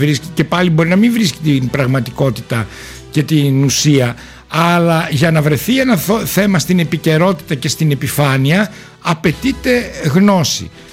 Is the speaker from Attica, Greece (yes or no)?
no; Thessaloniki, Central Macedonia, Greece; γνωρίζοντας ότι είμαι από τη Θεσσαλονίκη